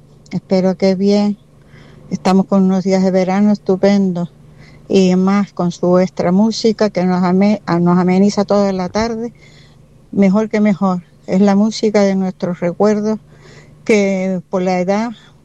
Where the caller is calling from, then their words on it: Tejina, Canary Islands, Spain; Los llamo desde Tejina